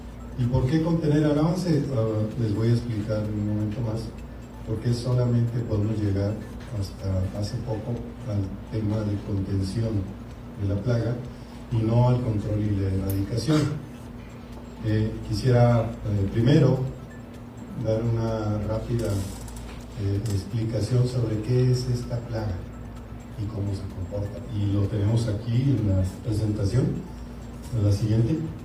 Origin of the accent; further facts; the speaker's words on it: Chihuahua, Mexico; estoy aquí en esta región de mi tierra. Yo soy nativo de Chihuahua, originario de Chihuahua